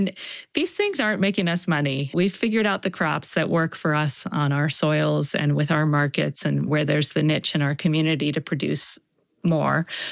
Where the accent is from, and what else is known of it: Baltimore, Maryland, United States